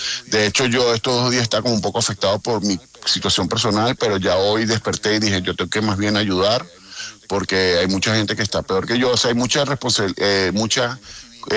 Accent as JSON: {"language": "Spanish", "town": "Caracas", "region": "Capital District", "country": "Venezuela", "said": "Yo me encuentro en Caracas, vivo en una zona que fue muy afectada por el terremoto. Vivo en Cebucán."}